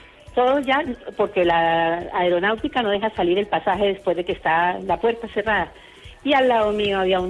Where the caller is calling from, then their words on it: Cádiz, Andalusia, Spain; Llamo desde Cádiz.